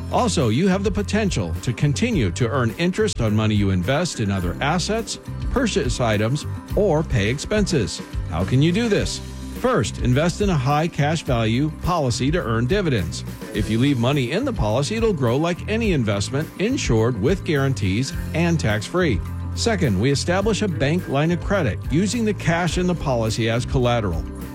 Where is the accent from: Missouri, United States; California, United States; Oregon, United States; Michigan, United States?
Missouri, United States; Kansas City; I'm born and raised in Kansas City, But I'd never gone to a Monday night football game.